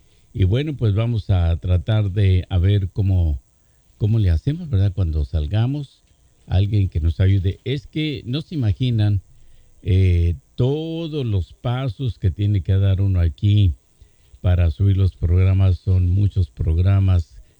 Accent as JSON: {"language": "Spanish", "region": "Durango", "country": "Mexico", "moved": "yes", "said": "estoy tratando de hacer una cabina de radio en Durango, ¿verdad? Para cuando yo viaje por allá a mi tierra"}